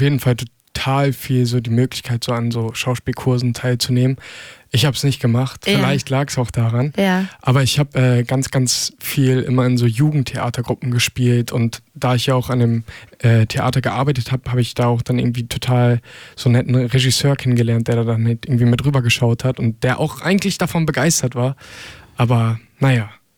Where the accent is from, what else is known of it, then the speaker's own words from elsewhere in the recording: Lübeck, Schleswig-Holstein, Germany; bin 20 Jahre alt, werde jetzt in 9 Tagen 21 und komme eigentlich aus Lübeck. Und pende jetzt aber ganz viel zwischen Hamburg und Lübeck